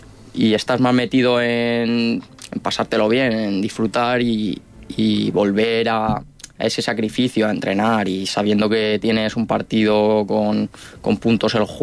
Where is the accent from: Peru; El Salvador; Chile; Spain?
Spain; Valencian Community; como soy de Villar, pues me pilla cerquita